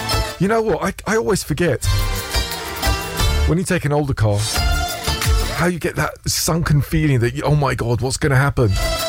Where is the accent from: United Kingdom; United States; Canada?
United Kingdom; London; Being a Londoner, of course I want Chelsea to win, right?